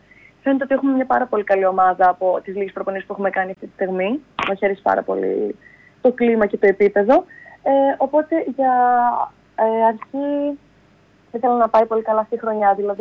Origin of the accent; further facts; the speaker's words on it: Peraia, Central Macedonia, Greece; moved away as an adult; στην πόλη μου, στην περιοχή μου, στην Περαία